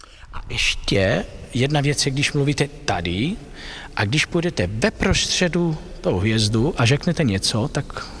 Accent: Italy; now in Czech Republic; Já jsem vyrostl v Itálii

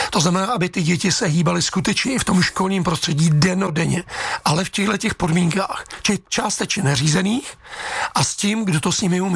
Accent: Příbram, Central Bohemian Region, Czechia; já jsem Příbramák, jsem z Brd

